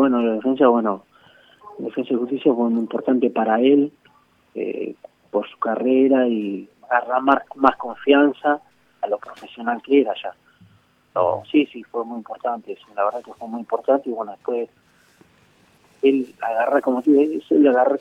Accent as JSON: {"language": "Spanish", "country": "Argentina"}